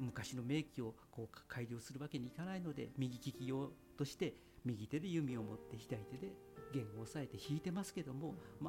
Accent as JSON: {"language": "Japanese", "region": "Osaka", "country": "Japan", "tie": "born or raised there", "said": "僕大阪の育ちなんですが、"}